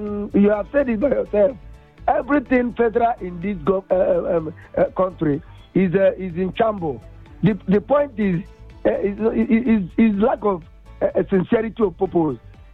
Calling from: Lagos, Nigeria; I'm calling from Kuka in Lagos.

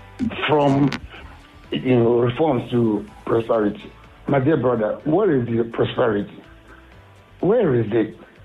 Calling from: Awoya, Nigeria; I'm calling from Awoya.

